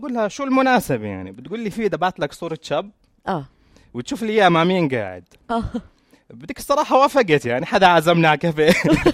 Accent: Gaza, Gaza Strip, Palestine; أنا يعني غزاوي ما معي جنسية.

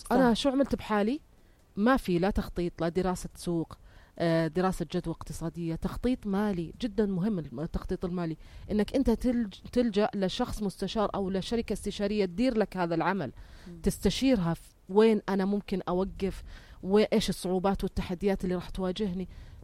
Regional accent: Jordan; إحنا عندنا في الأردن

